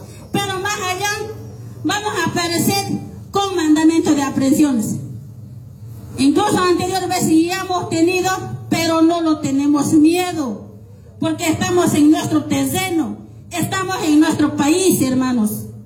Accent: Bolivia; aquí somos muy mansitos como bolivianos

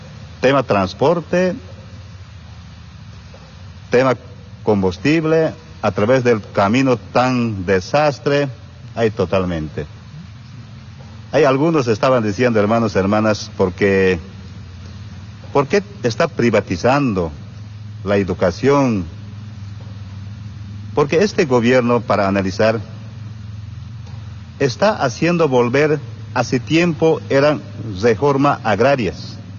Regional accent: Bolivia; now in Trópico de Cochabamba, Bolivia

